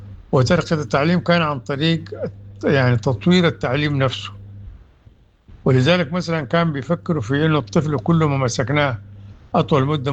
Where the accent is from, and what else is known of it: Sudan